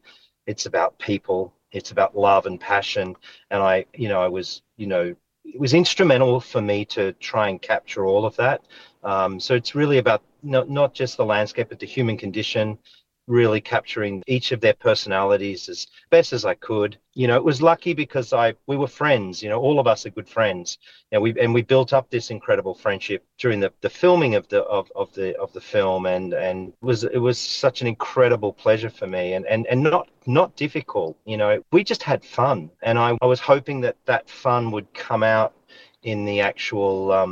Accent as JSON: {"language": "English", "country": "Australia", "said": "as an Australian."}